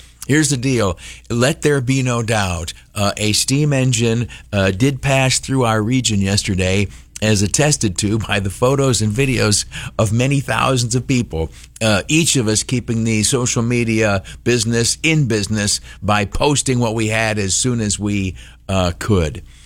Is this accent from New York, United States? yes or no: yes; Canisteo, New York, United States; Canastillo, where I grew up, my hometown